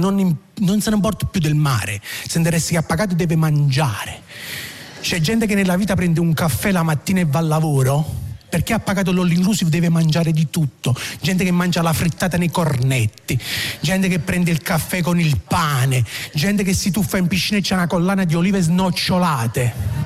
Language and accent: Italian; Naples, Campania, Italy; Io ricordo quando si faceva un mese di vacanza, da napoletano si andava in Calabria